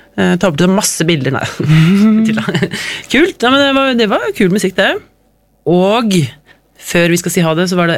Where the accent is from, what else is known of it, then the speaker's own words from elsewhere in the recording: Telemark, Norway; jeg kommer fra Telemark.